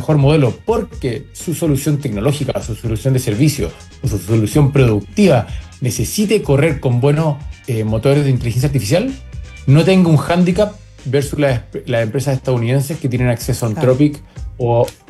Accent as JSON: {"language": "Spanish", "country": "Chile", "said": "lo que estamos acostumbrados todos los chilenos"}